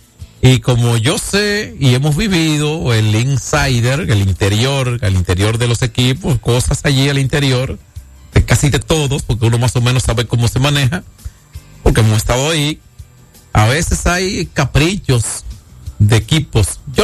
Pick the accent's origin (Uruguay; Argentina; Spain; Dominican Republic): Dominican Republic; Yo me siento bien como dominicano